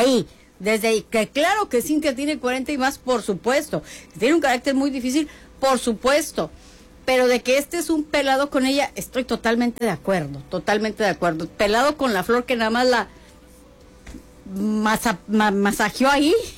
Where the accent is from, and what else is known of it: Mexico